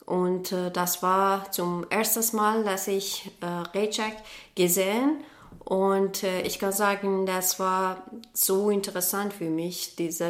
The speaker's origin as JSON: {"language": "German", "country": "Iran", "second_language": "German", "moved": "as an adult", "lives_now": "Vienna, Austria", "said": "ich bin Rechake-Spielerin. Ich komme aus Iran. Ich habe an der Teheran Kunstuniversität persische Musik studiert. Und ab 2023 bin ich in Wien"}